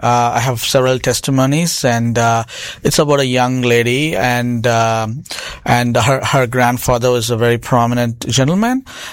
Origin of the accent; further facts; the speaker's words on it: India; moved away; I myself studied the same mantras in my school growing up in India.